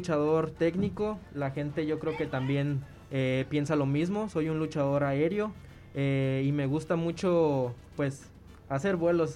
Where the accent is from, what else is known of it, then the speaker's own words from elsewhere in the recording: Guadalajara, Jalisco, Mexico; born there; now in Tepic, Mexico; De aquí de Nayarit. Yo nací en Guadalajara, Jalisco, pero por algunos temas decidí venirme aquí a la ciudad de Tepic